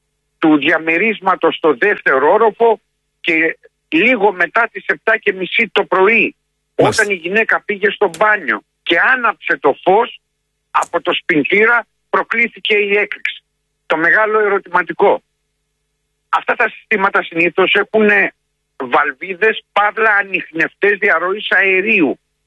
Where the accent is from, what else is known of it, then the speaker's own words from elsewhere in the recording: Patras, Western Greece, Greece; Είχα την μεγαλύτερη τύχη να γεννηθώ στην Πάτρα.